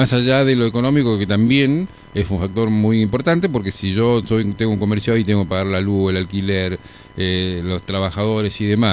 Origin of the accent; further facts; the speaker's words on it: Argentina; Los argentinos somos muy especiales en muchos aspectos